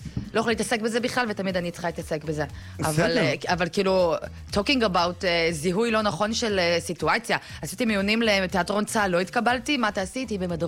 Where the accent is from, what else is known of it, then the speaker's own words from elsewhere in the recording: Nir Tzvi, Central District, Israel; אני born and raised בניר צבי, מושב של ארגנטינאים, סבא וסבתא שלי עלו מארגנטינה.